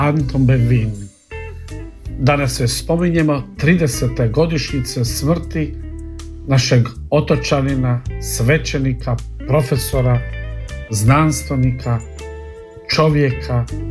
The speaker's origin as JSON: {"language": "Croatian", "region": "Primorje-Gorski Kotar County", "country": "Croatia", "said": "svi vi koji smo rodom sa Cresa iz Lošinja"}